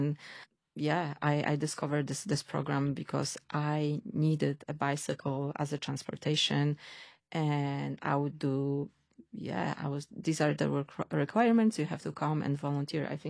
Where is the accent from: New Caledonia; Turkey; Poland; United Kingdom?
Poland; now in Austin, United States; Yeah. I moved to Austin in 2019 from Poland.